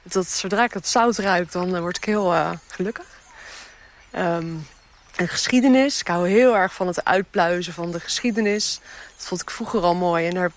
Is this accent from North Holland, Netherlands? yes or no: no; Zeeland, Netherlands; also born or lived in Rotterdam; ik ben geboren in Rotterdam, maar ik ben wel getogen op Schouwduiveland.